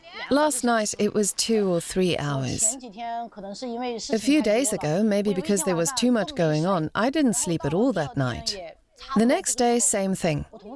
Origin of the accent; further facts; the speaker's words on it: Yangshuo, Guangxi, China; I was born and raised in Yangshou, a picturesque area.